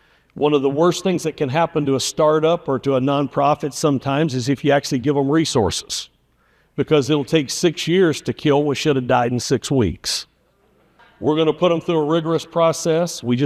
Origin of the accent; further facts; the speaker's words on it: Appalachia, United States; I grew up in Appalachia where gospel and country music reigned.